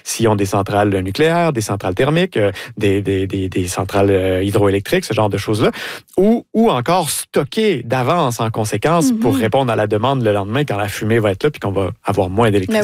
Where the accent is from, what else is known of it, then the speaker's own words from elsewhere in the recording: Quebec, Canada; Moi, j'ai grandi en Gaspésie, dans la baie des Chaleurs